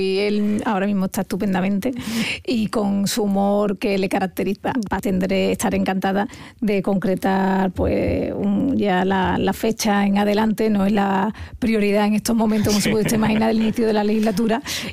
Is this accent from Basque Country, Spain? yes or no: no; Andalusia, Spain; como andaluza que soy.